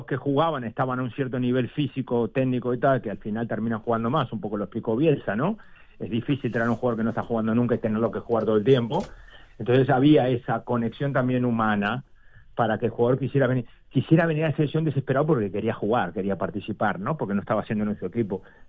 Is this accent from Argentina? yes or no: no; Uruguay; porque somos uruguayos y sabemos la responsabilidad.